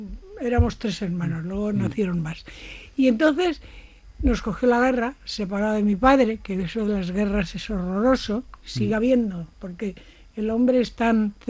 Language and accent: Spanish; Castilla-La Mancha, Spain; born there; moved away as an adult; also born or lived in Valencia / Madrid; now in Bilbao, Spain; en la provincia de Toledo, porque yo no soy vasca, ¿eh? Vasca de nacimiento.